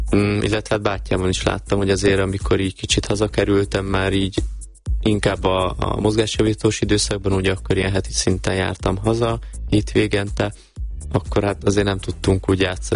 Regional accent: Nagyváty, Baranya, Hungary; ugye a apukám maradt otthon a bátyámmal, ugye Pécs mellett, Nagyváton, uh-huh. Ugye szülőfalumba

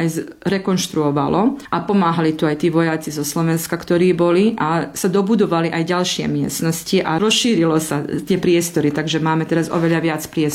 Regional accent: Croatia; Keď mňa pýtajú, že skadiel som, tak poviem, ja som z Chorvátska a všetci sa tešia, že vy ste z Chorvátska, vy ste pri mori.

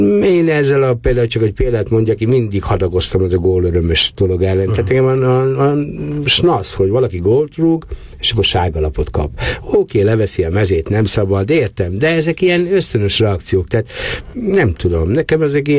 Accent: Emőd, Borsod-Abaúj-Zemplén, Hungary; born there; also born or lived in Eger; Nem, én Emődön születtem. Emődön születtem, és én igazából Miskolcon játszottam egy darabig, után pedig Egerbe. De aztán én elkerültem korán Egerbe, és ott ténykedtem életem nagy részében.

